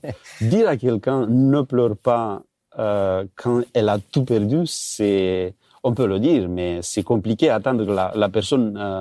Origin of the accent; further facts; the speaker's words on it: Romania; moved away; Moi, j'ai grandi en Roumanie quand j'étais petit.